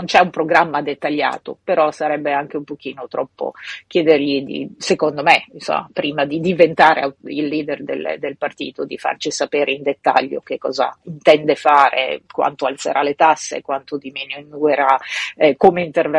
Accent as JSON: {"language": "Italian", "region": "Emilia-Romagna", "country": "Italy", "said": "Emilia-Romagna, io vengo dall'Emilia-Romagna, usiamo questo modello"}